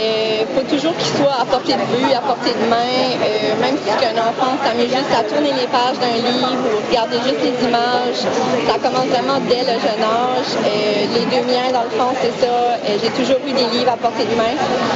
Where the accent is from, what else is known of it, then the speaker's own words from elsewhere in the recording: New Brunswick, Canada; moved away as an adult; now in Moncton, Canada; originaire de la péninsule acadienne, à Moncton environ depuis une quinzaine d'années.